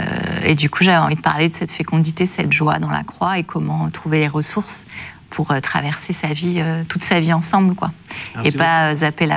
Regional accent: Paris, Île-de-France, France; Moi, je suis une parisienne, très parisienne, assez mondaine.

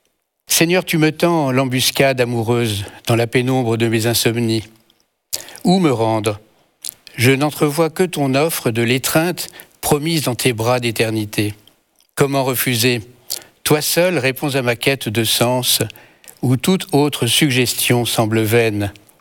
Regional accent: Toulouse, Occitanie, France; born there; Donc si je suis né à Toulouse, c'est pour cela.

